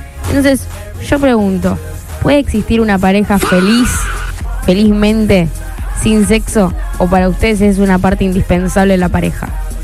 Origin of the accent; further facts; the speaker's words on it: Spain; Ojo lo que dicen, yo soy español.